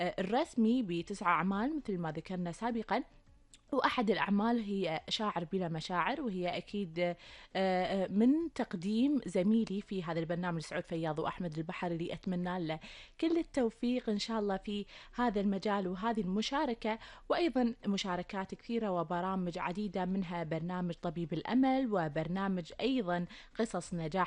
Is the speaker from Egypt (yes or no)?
no; Kuwait; أخبار ديرتنا الحبيبة الكويت